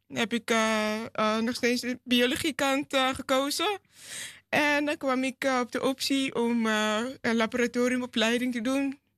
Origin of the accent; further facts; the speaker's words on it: Amsterdam, North Holland, Netherlands; also born or lived in Suriname; En ik kom natuurlijk wel geboren in Suriname, opgegroeid in Amsterdam-Oost.